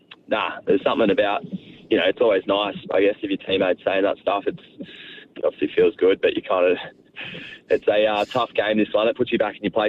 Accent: Torquay, Victoria, Australia; now in Sydney, Australia; I grew up in Torquay and loved the ocean

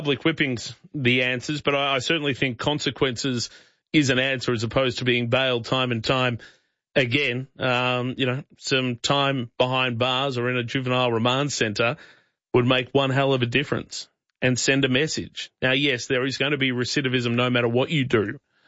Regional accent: Geelong, Victoria, Australia; I think regional Victoria is fantastic. I grew up down in Geelong. I love that part of the world.

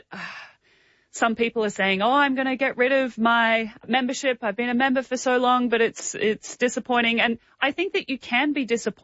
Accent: Queensland, Australia; I'm a Queenslander. It's a great time to be a Queenslander.

